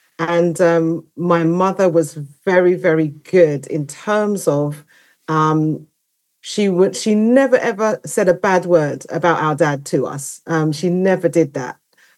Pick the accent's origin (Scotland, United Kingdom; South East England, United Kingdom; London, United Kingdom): London, United Kingdom; now in Croydon, United Kingdom; born and bred in East London. So right. Technically, I'm an East London girl